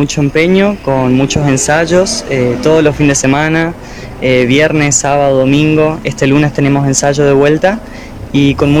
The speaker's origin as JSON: {"language": "Spanish", "region": "Córdoba", "country": "Argentina", "tie": "born there", "moved": "yes", "lives_now": "Oberá, Argentina", "said": "Yo nací en Córdoba."}